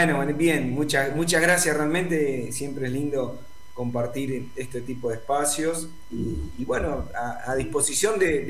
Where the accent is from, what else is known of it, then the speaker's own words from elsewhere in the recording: Pergamino, Buenos Aires Province, Argentina; born there; moved away as an adult; also born or lived in Rosario, Santa Fe; now in San Luis, Argentina; he vivido en tres provincias distintas de mi querida Argentina. Yo nací en Pergamino, provincia de Buenos Aires. Me voy a estudiar allí a mis 18 años a Rosario.